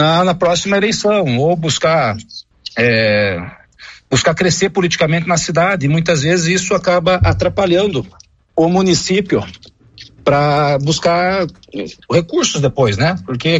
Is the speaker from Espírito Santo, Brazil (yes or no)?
no; Pato Branco, Paraná, Brazil; born there; Sou deputado do Paraná e principalmente do Sudoeste Paraná. E eu sou nascido em Pato Branco, né? Eu nasci na Policlínica de Pato Branco, então eu tenho um carinho especial por essa cidade